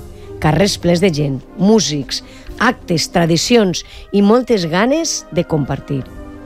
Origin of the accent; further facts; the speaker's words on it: Valencian Community, Spain; tot allò que ens identifica i ens uneix com a valencians i valencianes